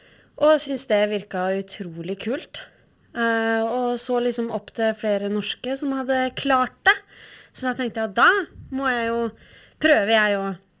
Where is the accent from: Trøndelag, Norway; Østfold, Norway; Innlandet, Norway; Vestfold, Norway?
Vestfold, Norway; Vivestad; now in Uvdal, Norway; jeg kommer fra Re, Vivestad, i Vestfold. Så det er jo en liten bygd det også. Jeg synes jo det var langt ut i ingenmannsplass. Og har vokst opp der, egentlig.